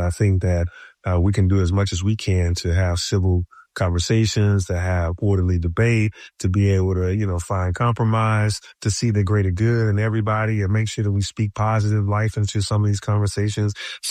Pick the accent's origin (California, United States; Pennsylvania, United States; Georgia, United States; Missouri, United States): Georgia, United States; Atlanta; I grew up in Atlanta.